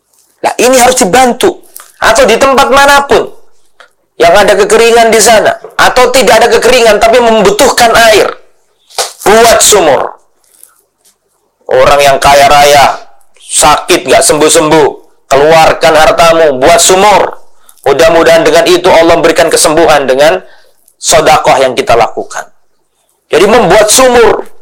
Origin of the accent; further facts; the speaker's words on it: Lamongan, East Java, Indonesia; daerah saya itu di Lamongan sana